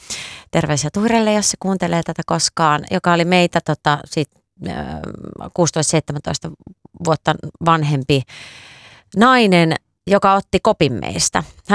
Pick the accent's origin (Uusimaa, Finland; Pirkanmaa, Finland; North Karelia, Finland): Pirkanmaa, Finland; Viiala; perustettiin Viialassa, mistä mä oon kotoisin, pieni paikka, 5000 asukasta, missä ei ollut mitään tanssiryhmää.